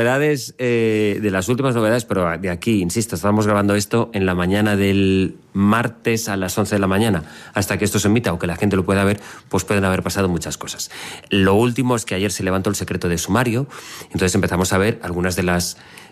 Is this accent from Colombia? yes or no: no; Valencian Community, Spain; Siendo yo valenciano es una expresión complicada.